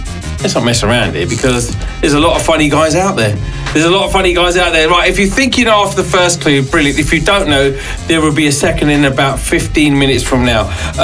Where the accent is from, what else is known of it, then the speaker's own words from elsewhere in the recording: London, United Kingdom; You know us Londoners, right?